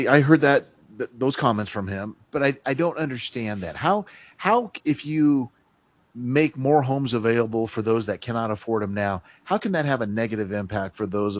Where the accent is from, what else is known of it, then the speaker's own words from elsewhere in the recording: Reno, Nevada, United States; I was raised in Reno